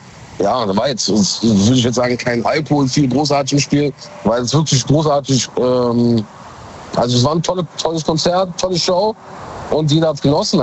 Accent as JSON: {"language": "German", "town": "Mönchengladbach", "region": "North Rhine-Westphalia", "country": "Germany", "said": "Ich komme aus Gladbach, Mönchengladbach."}